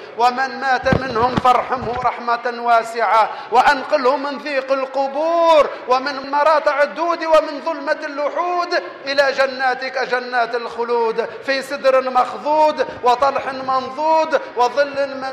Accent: Tunisia

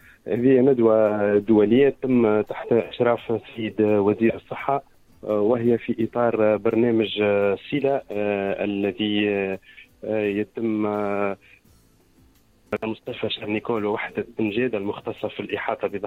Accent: Tunisia

